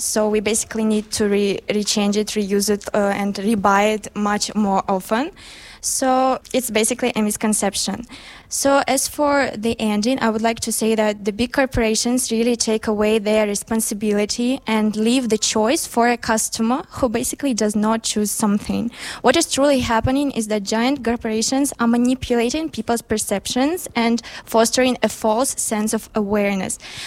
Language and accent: English; Russia; So, as I'm from Russia, I would also like to share the example that nowadays there are a lot of problems with fur usage.